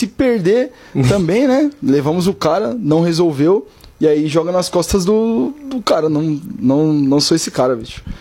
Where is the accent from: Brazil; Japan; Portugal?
Brazil; a gente, enquanto brasileiro, ainda vive da arte, ainda vive do improviso